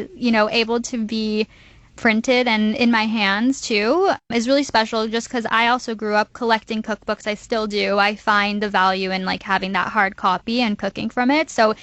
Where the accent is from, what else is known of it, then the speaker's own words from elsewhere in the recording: Los Angeles, California, United States; I grew up in Los Angeles